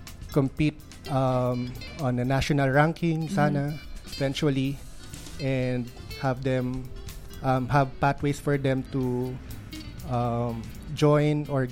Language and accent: English; San Pablo City, Calabarzon, Philippines; Just a background, I'm actually I was born and raised in San Pablo City.